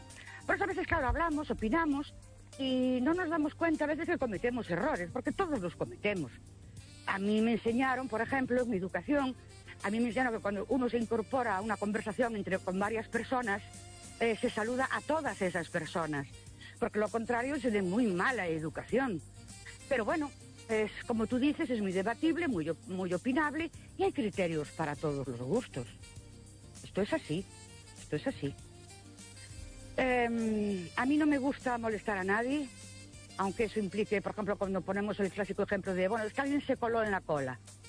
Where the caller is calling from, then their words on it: Ourense, Galicia, Spain; de Ourense.